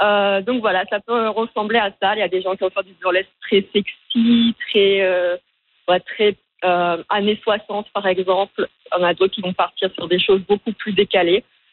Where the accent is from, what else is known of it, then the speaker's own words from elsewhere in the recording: France; now in Canada; comme je suis française, installée au Canada